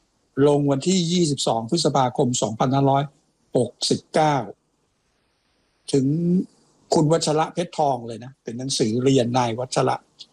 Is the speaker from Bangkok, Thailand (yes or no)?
no; Ayutthaya, Phra Nakhon Si Ayutthaya, Thailand; ใช่เด็กหัวรอ